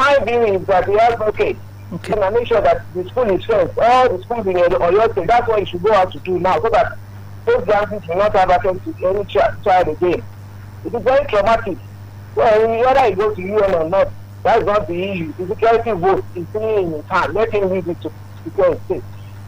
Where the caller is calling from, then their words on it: Kurudu, Lagos, Nigeria; from Kurudu.